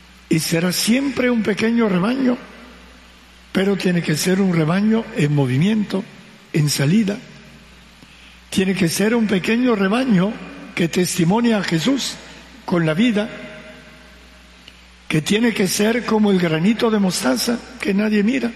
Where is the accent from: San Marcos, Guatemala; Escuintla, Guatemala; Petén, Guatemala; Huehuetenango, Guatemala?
Petén, Guatemala; en nuestro petén, en nuestra comunidad parroquial